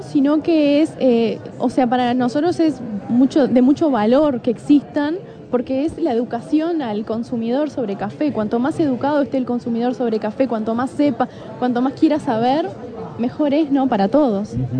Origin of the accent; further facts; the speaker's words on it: Uruguay; en Uruguay somos muy cafeteros, sí, es la segunda bebida más consumida después del mate.